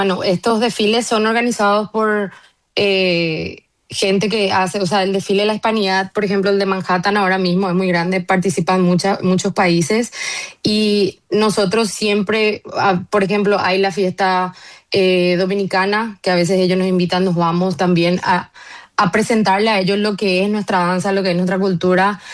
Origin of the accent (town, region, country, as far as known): Asunción, Paraguay; moved away as an adult; now in New York, United States